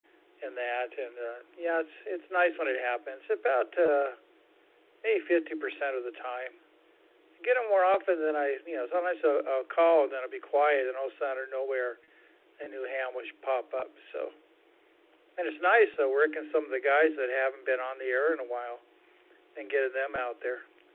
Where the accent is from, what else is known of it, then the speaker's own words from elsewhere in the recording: Seattle, Washington, United States; I grew up in Seattle, by the way